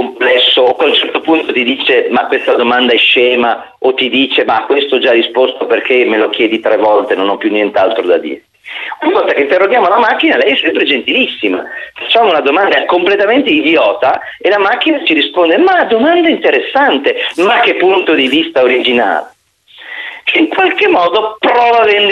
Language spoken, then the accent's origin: Italian; Turin, Piedmont, Italy; io sono di Torino come hai ricordato